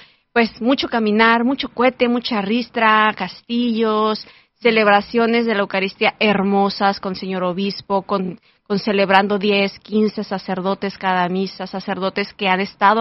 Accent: Yahualica, Jalisco, Mexico; moved away; mi pueblo Yahualica, Jalisco, donde nuestro patrón es San Miguel Arcángel.

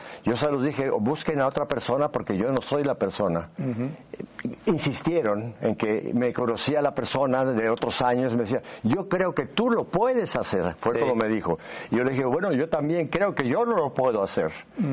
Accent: Mexico City, Mexico; also born or lived in Spain; yo tuve la fortuna de nacer en esa bellísima Ciudad de México. Me crié en Ciudad de México. Toda mi formación fue con los jesuitas.

